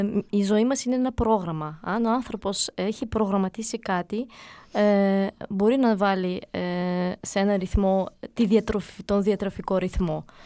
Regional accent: Greece; είμαστε Έλληνες.

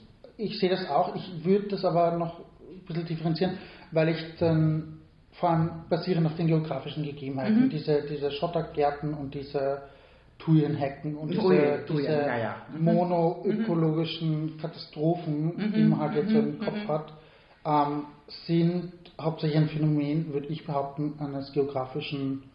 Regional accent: Lower Austria, Austria; ich komme aus Niederösterreich, ich kenne Niederösterreich, ich war auf jedem Landdorf, Jugendfestel etc.

